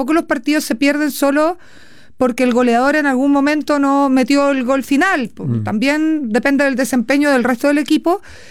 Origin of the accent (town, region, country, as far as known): Chile